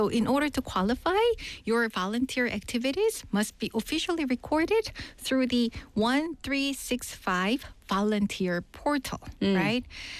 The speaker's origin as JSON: {"language": "English", "country": "South Korea", "said": "we Koreans"}